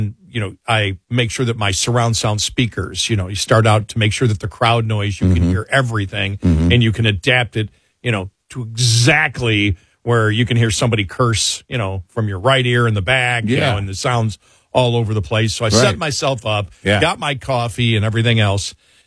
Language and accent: English; Buffalo, New York, United States; I'm from Buffalo, so I never trust any of my teams are going to do good.